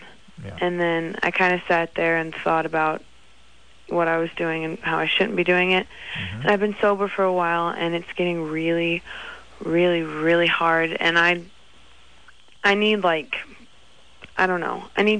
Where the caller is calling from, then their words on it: United States; I'm calling from the Podunk count of the United States.